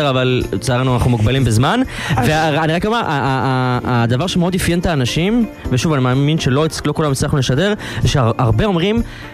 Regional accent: Modiin Illit, Judea and Samaria Area, Israel; אני גדלתי במודיעין עילית

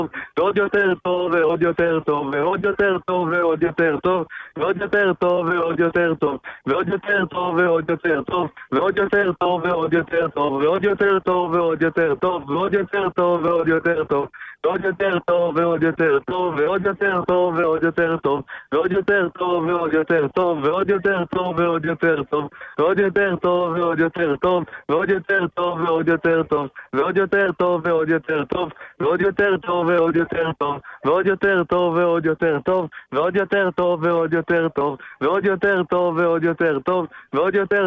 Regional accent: Jerusalem, Jerusalem District, Israel; אני מירושלים.

